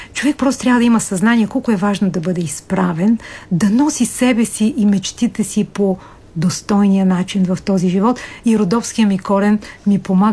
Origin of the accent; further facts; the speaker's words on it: Smolyan Province, Bulgaria; Така че аз съм родопчанка и там онзи край Девин, Смолян, Левочево, Фатово, полковник Серафимово, са ми много на сърце.